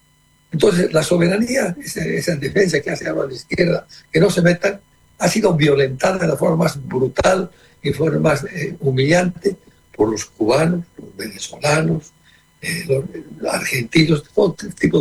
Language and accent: Spanish; Bolivia